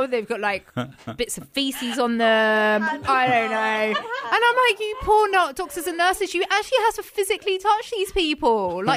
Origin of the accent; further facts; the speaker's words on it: London, United Kingdom; I'm from Northwest London.